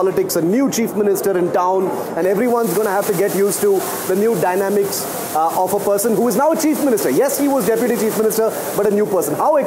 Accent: Karnataka, India; I am from Karnataka

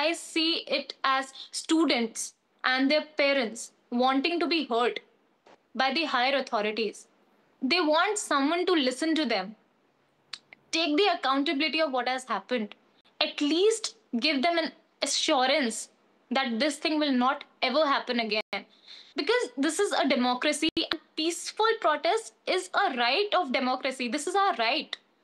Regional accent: India; I don't feel comfortable that I proudly say that I'm an Indian, an Indian citizen.

